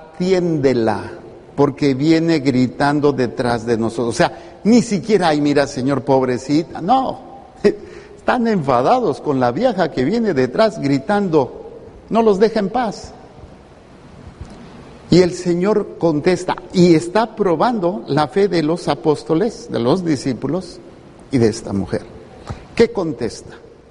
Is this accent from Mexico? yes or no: yes; Mexico City, Mexico; moved away as an adult; now in Baja California, Mexico; más de la mitad de mi vida llevo viviendo aquí. Yo soy chilango.